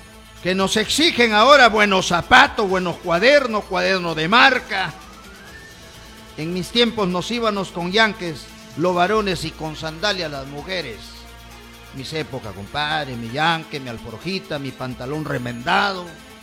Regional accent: Peru

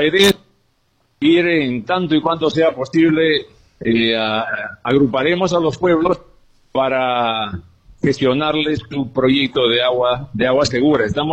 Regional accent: Cajaruro, Amazonas, Peru; cuando pregunto por mi tierra, pregunto por Cajaruro

